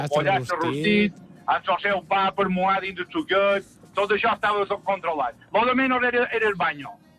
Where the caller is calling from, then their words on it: Ses Salines, Balearic Islands, Spain; de Ses Salines.